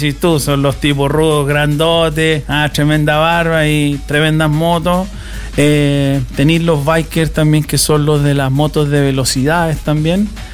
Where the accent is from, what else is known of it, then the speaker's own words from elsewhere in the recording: Chile; moved away as an adult; now in Melbourne, Australia; yo soy chileno, yo adoro mi Chile, pero hasta el momento ya voy mitad y mitad, ya tengo la mitad. ¿Ya? Tengo la mitad de mi vida hecha allá en Australia